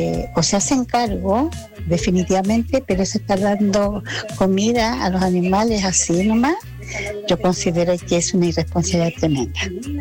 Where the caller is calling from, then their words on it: Chile; Soy vecina acá de la Villa Almagro